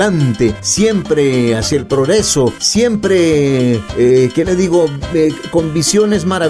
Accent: El Salvador; Somos salvadoreños, nos sentimos orgullosos

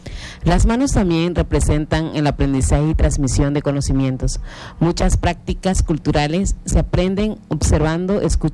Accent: Tecoluta, Tabasco, Mexico; first language Yokot'an (Chontal Maya); Spanish is a second language; en nuestras comunidades, por ejemplo, el poblado Tecoluta de segunda sección, pues desde chiquito nos enseñan, allá no se habla el español. Ya el español lo fuimos aprendiendo en la escuela.

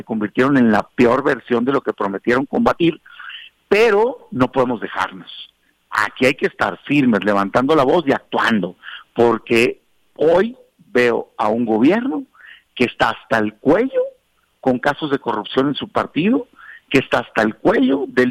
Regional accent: Mexico; yo como todo mexicano

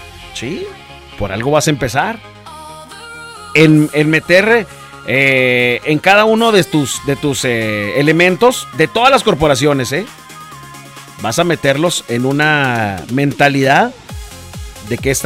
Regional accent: Mexico

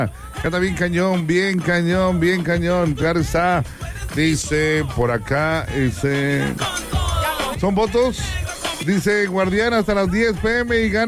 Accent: Monterrey, Nuevo León, Mexico; así somos aquí los regios

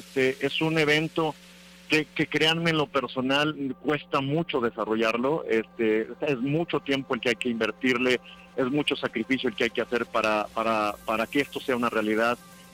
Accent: Mexico; de qué somos capaces los mexicanos aquí en Aguascalientes

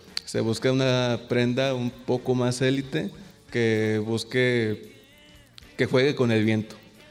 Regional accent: Poza Rica, Veracruz, Mexico; Yo vengo de Poza Rica, allá de hecho soy licenciado en Derecho. Acabé la licenciatura allá.

